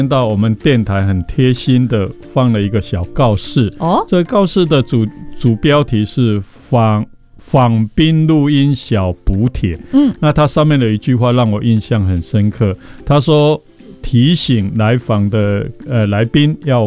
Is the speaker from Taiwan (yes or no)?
yes; Taiwan; 因为我是来自乡下，我小时候的童年都在乡下，在农村里面长大